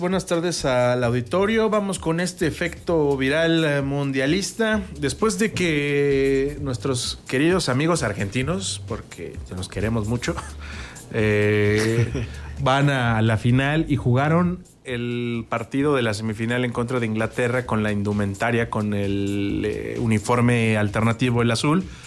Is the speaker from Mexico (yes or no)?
yes; Mexico; lo que nos ocurría a nosotros como mexicanos